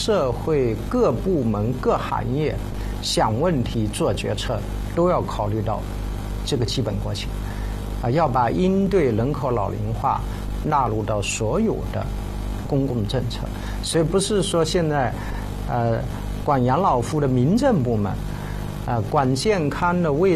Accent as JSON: {"language": "Chinese", "country": "China", "said": "我们新中国成立的时候我们中国人的平均预期寿命呢也就是不到40岁"}